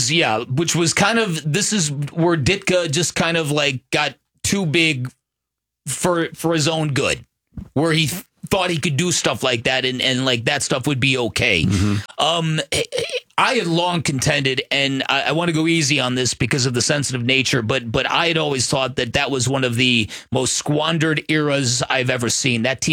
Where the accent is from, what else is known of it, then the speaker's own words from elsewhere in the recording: Chicago, Illinois, United States; So as a youngster growing up in Chicago, the 85 Bears were really born in 1984.